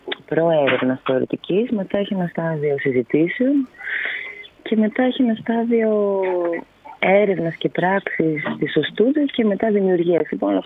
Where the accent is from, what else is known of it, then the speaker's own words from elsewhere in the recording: Thessaloniki, Central Macedonia, Greece; now in Athens, Greece; Εγώ είμαι και από Θεσσαλονίκη, είμαι πιο κοντά, αλλά επειδή είμαι Αθήνα, είμαστε αρκετά μακριά από αυτή την περιοχή